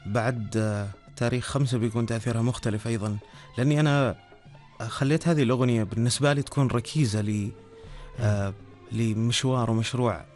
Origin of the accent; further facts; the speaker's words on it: Oman; موجودة عندنا نحن كعمانيين